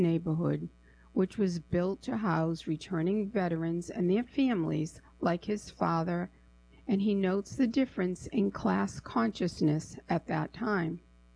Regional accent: Chicopee, Massachusetts, United States; I grew up in Chicopee, and I still live 8 miles away.

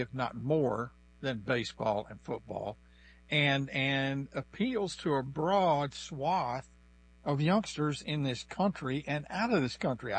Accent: Fairfield, Texas, United States; When I was 10 years old, John Glenn came to deer hunt in my hometown of Fairfield, Texas, which is 90 miles south of Dallas and 161 miles north of NASA.

